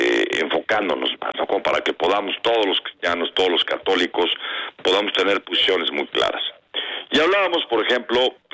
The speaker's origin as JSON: {"language": "Spanish", "country": "Mexico"}